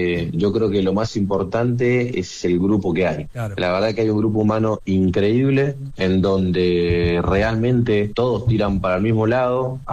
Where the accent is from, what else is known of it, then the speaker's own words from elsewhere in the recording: Mendoza, Argentina; No, la verdad que para mí, siendo mendocino, para mí es ver a los equipos de Mendoza que crezcan